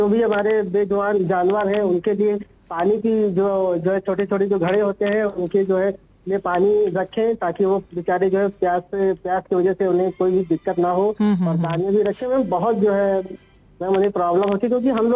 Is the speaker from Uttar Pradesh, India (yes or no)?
yes; Barabanki, Uttar Pradesh, India; now in Lucknow, India; मैं बाराबंकी का रहने वाला हूँ, वर्तमान समय में … लखनऊ से बात कर रहा हूँ।